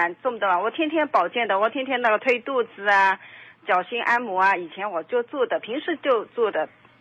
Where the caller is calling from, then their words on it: Wuxi, Jiangsu, China; 我是无锡的嘛